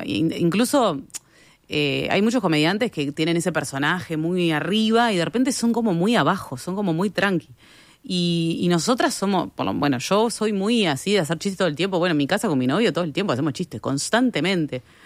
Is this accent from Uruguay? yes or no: yes; Uruguay; soy una uruguaya más